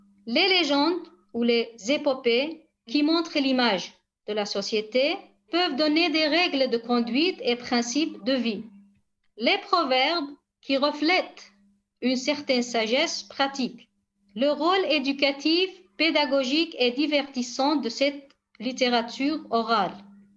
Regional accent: Rojava, Syria

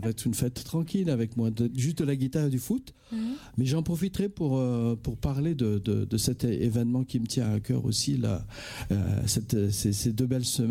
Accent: Madagascar; now in France; moi je vais parler de mon pays d'origine, Madagascar

